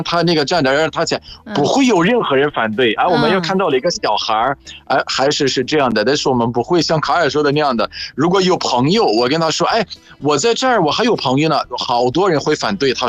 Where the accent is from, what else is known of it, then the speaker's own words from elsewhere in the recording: Egypt; Chinese is a second language; 你说你看排队这个，我们埃及人有自己的规矩，什么规矩呢？我们不能让老少就是长时间排队。